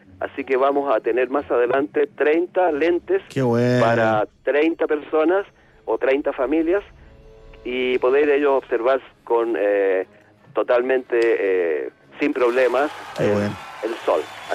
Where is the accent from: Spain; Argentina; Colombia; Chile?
Chile; Rengo, O'Higgins; born or raised there